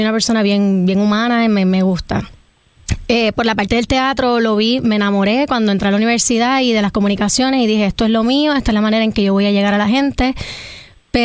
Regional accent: Puerto Rico; Soy una puertorriqueña

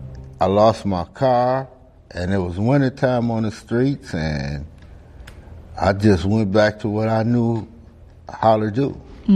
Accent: Detroit, Michigan, United States; I was born and raised in Detroit.

